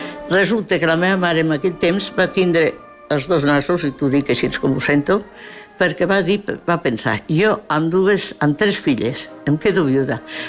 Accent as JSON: {"language": "Catalan", "country": "Andorra", "tie": "born there", "second_language": "Catalan", "said": "Amb 8 anys jo llegia i escrivia perfectament, vaig aprendre el català, bueno, el català per suposat, perquè era el meu idioma, per mi. Jo estava aquí a Andorra i havia de parlar català amb les amigues i amb tothom."}